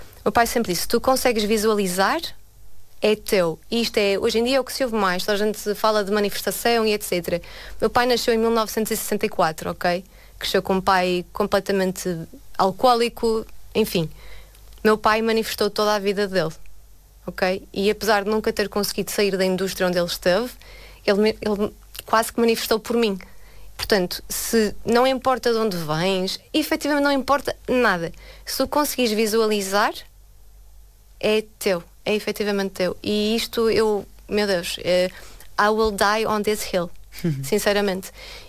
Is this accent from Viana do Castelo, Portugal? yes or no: no; Granja, Porto, Portugal; Eu diria Praia da Granja, que é o sítio de onde eu venho, genuinamente.